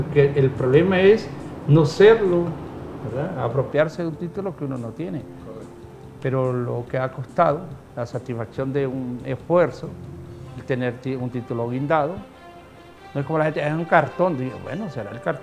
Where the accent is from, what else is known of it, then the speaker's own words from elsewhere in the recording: Comayagüela, Francisco Morazán, Honduras; now in Tegucigalpa, Honduras; yo soy de Comayagüela.